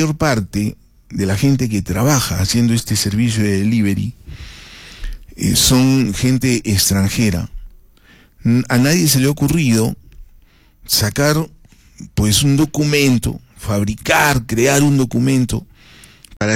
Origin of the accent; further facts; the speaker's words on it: Arequipa, Peru; esto lo digo como ciudadano arequipeño